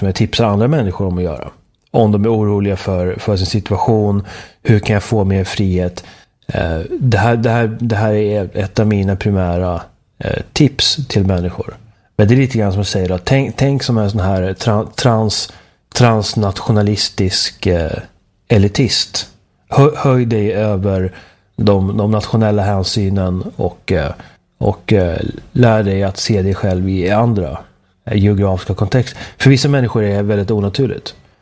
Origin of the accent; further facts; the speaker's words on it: Sweden; jag ska inte säga att jag är likgiltig inför, inför att jag kommer från Sverige.